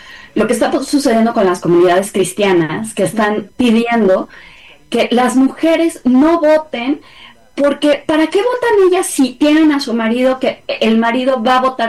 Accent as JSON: {"language": "Spanish", "country": "Mexico"}